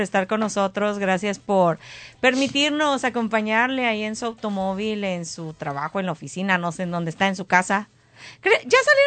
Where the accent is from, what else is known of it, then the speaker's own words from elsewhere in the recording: Mexico City, Mexico; yo soy de Ciudad de México